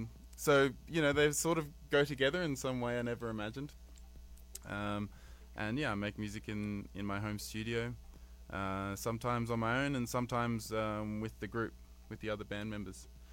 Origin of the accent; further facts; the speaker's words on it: Melbourne, Victoria, Australia; I'm from Melbourne, Australia.